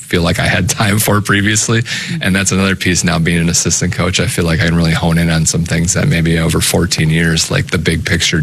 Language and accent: English; Wisconsin, United States; born or raised there